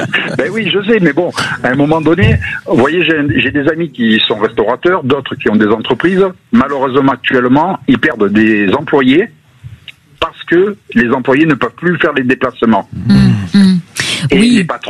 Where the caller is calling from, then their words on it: Foix, Occitanie, France; Je suis à Foix.